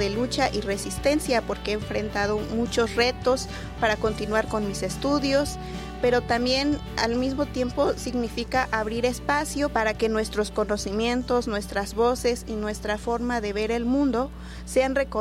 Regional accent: Chicontepec, Veracruz, Mexico; originaria del municipio de Chicontepec, Veracruz, de una comunidad que se llama Alaxtitla Iscacuatitla. Para mí, ser una mujer indígena significa reconocer mis raíces, mi lengua y los conocimientos de mi pueblo.

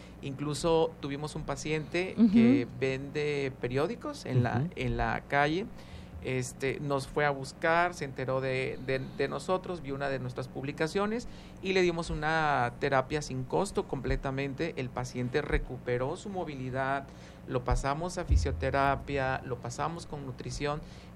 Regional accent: Tabasco, Mexico; somos tabasqueños

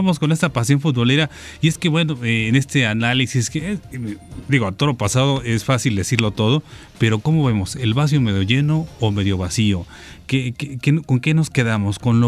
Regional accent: Mexico

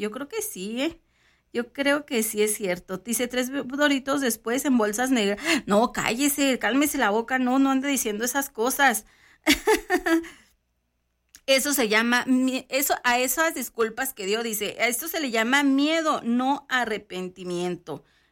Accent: Mexico

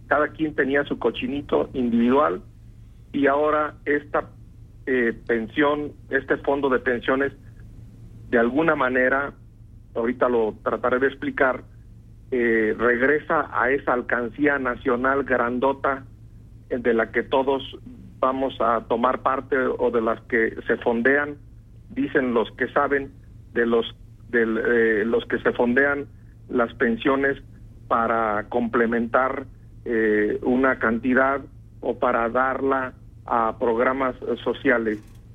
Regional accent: Michoacán, Mexico; En mi tierra, acá en Michoacán

